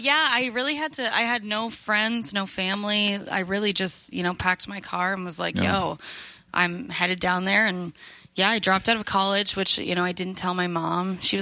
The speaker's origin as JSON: {"language": "English", "country": "Canada", "moved": "as an adult", "lives_now": "Nashville, United States", "said": "I'm Canadian."}